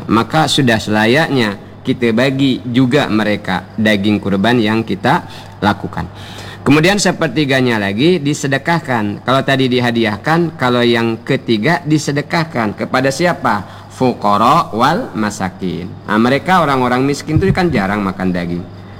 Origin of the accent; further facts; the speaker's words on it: Bangka Belitung Islands, Indonesia; kata kita orang Bangka